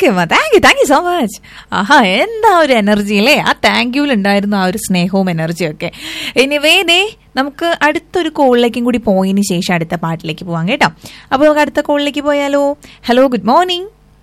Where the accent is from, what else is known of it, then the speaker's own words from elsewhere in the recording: Thrissur, Kerala, India; ഞാൻ തൃശ്ശൂര്.